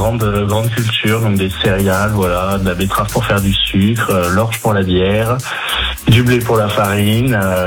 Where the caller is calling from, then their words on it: Suippes, Grand Est, France; Je suis de la Marne. Voilà, du côté de Suippes.